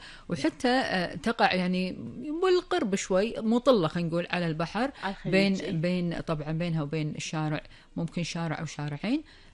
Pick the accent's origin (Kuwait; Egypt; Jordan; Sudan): Kuwait; ديرتنا الحبيبة الكويت